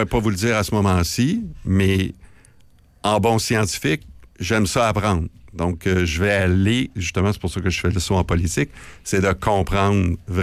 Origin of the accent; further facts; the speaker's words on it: Quebec City, Quebec, Canada; c'est possible d'être un fier Québécois comme je suis. Moi, je suis de Québec